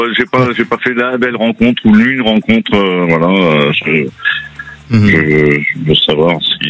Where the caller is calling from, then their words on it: Île-de-France, France; J'appelle de l'Essonne.